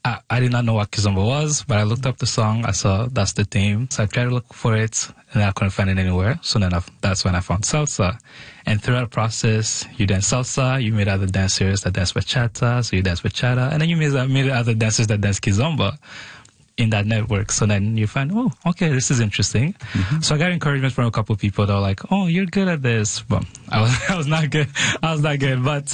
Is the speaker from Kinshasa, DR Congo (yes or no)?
no; Bukavu, South Kivu, DR Congo; now in Ottawa, Canada; Okay, so living in Congo at the time, I'm from Bukavu, so it's on the eastern side of Congo.